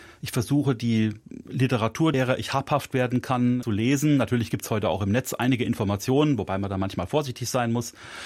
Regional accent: Fulda, Hesse, Germany; hatte ich mich projektmäßig mit einem Komponisten aus meiner Heimatstadt Fulda beschäftigt

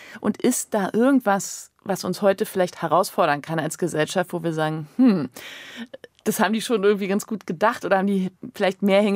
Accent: Berlin, Germany; also born or lived in Mecklenburg; Ich bin zwar Berlinerin, aber ich bin auch Mecklenburgerin. Wir sind eben immer gependelt auf die Datsche.

